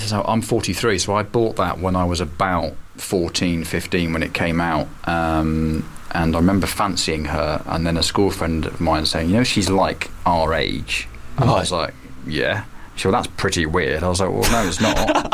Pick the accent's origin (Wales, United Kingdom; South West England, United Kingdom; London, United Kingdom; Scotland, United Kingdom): South West England, United Kingdom; Bristol; I'm from Bristol and I grew up well, I had my late teens when they were coming through